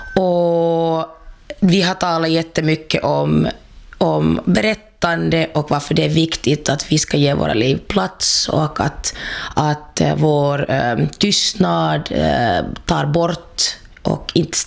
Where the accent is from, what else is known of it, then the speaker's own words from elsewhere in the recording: Helsinki, Uusimaa, Finland; jag är från Helsingfors